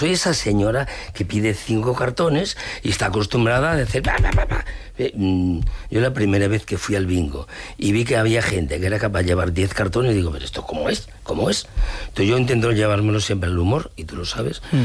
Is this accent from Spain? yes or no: yes; Ourense, Galicia, Spain; Yo soy de Orense, orensano.